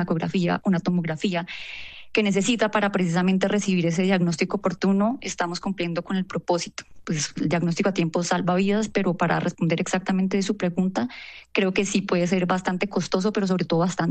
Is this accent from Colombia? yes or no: yes; Cúcuta, Norte de Santander, Colombia; now in Bogotá, Colombia